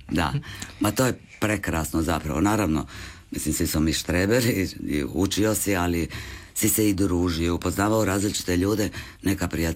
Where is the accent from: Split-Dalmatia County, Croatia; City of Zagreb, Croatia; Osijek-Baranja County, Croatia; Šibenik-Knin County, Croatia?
Šibenik-Knin County, Croatia; Siverić; Nekako svi smo išli studirati u Zagreb nakon te Drniške gimnazije.